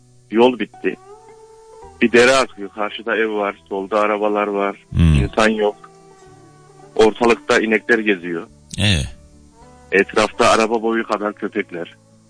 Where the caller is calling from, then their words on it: Ankara, Turkey; ben Ankara'dan.